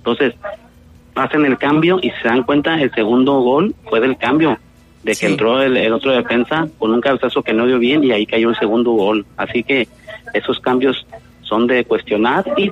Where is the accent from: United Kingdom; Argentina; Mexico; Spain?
Mexico; como mexicano me siento orgulloso de lo que hizo la selección.